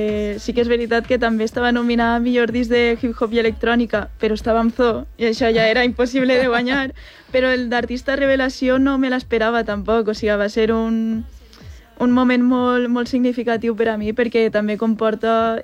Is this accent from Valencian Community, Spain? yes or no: yes; Polinyà de Xúquer, Valencian Community, Spain; en el meu poble, en Polinyà de Xúquer